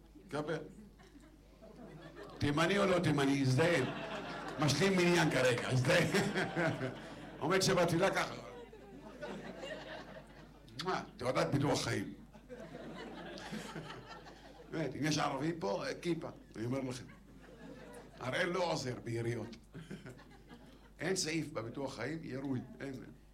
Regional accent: Deir al-Asad, Northern District, Israel; אני גדלתי בכפר דיר אל-אסד

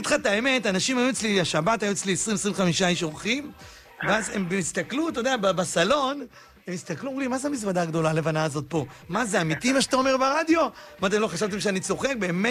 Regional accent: Bat Yam, Tel Aviv District, Israel; moved away; החזרת אותי לעיר הולדתי, העיר בת ים, העיר שאני באמת מת עליה. אמנם אני כבר הרבה זמן לא גר בה

